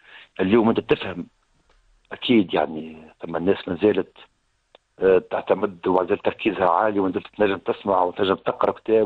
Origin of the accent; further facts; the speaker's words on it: Tunisia; أيضا التربية عندنا في تونس مبنية إلى المجهول